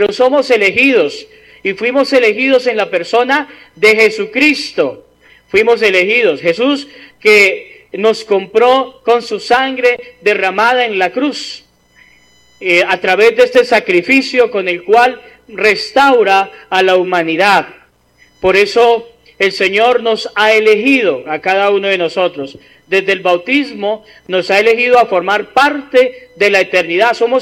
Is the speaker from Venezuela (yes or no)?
no; Colombia; nosotros, como católicos colombianos